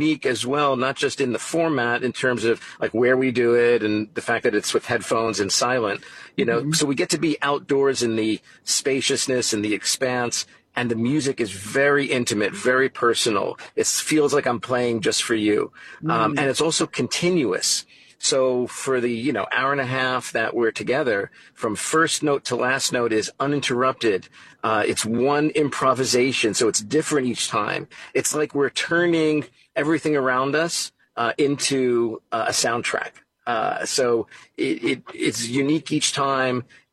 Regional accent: Brooklyn, New York, United States; You know, growing up in New York, I grew up with music, starting with piano lessons as a little kid, five, 6 years old. My folks still live in the same house in Brooklyn, New York

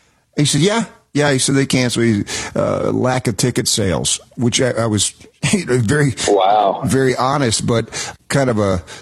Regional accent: Knoxville, Tennessee, United States; she is actually lives in my hometown of Knoxville, Tennessee.

